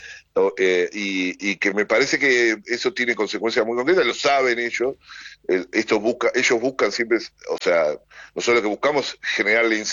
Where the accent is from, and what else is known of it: Argentina